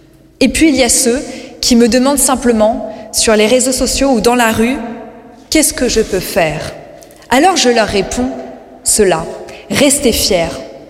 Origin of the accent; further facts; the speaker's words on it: Île-de-France, France; Je suis née et j'ai grandi en Seine-Saint-Denis, dans un environnement multiculturel, d'un père algérien, qui je pense ce soir, qui malheureusement n'est plus de ce monde, et d'une mère marocaine.